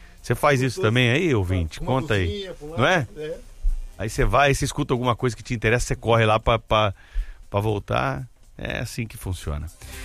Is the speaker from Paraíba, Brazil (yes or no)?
no; Juquitiba, São Paulo, Brazil; now in Bela Vista, Brazil; sou de Juquitiba, mas estou em Bela Vista, Mato Grosso do Sul, divisa com o Paraguai